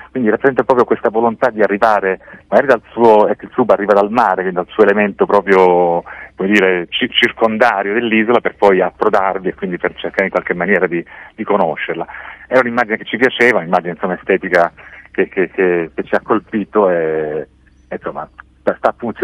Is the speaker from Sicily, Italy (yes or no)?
yes; Sicily, Italy; now in Milan, Italy